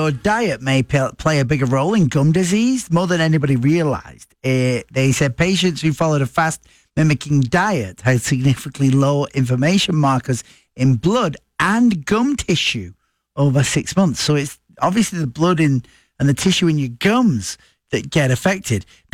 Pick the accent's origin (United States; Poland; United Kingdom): United Kingdom; and I know all about bad teeth because I'm British.